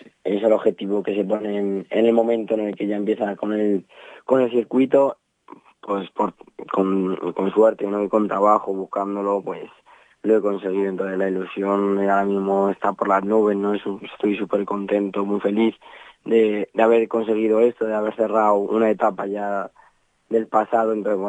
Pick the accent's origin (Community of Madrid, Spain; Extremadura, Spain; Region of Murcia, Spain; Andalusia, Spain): Community of Madrid, Spain; Madrid; born there; yo nací en Madrid, pero obviamente después mis padres son de Burgondo